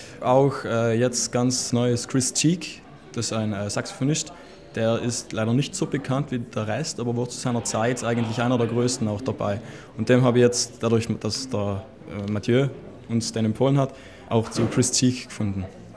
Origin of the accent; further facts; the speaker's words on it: Trentino-Alto Adige, Italy; moved away as an adult; now in Innsbruck, Austria; ich werde 21 Jahre am 19. Juli. Ich komme ursprünglich aus Diesens und studiere gerade in Innsbruck